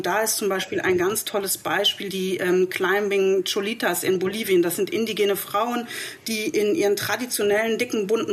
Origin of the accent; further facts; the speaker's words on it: Leipzig, Saxony, Germany; dann habe ich halt erstmal rund um meine Heimatstadt Leipzig recherchiert.